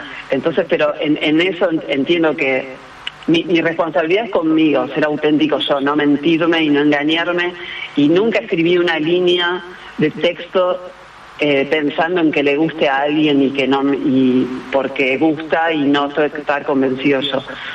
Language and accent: Spanish; Rosario, Santa Fe, Argentina; now in Buenos Aires, Argentina; Yo siento que hay una Rosario donde yo me crié, donde yo aprendí, donde jugué al fútbol, donde empecé a hacer música, que vive muy en mí, que es bastante diferente a la Rosario de ahora